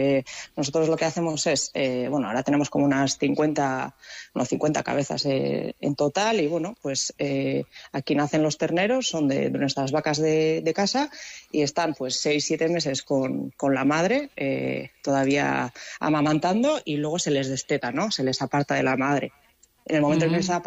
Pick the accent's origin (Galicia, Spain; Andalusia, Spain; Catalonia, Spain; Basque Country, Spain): Basque Country, Spain; Zarautz; born there; soy de Zarauz de nacimiento y siempre he vivido en una casa